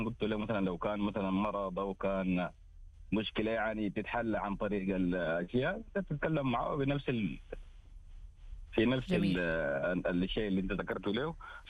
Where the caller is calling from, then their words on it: Sudan; من السودان،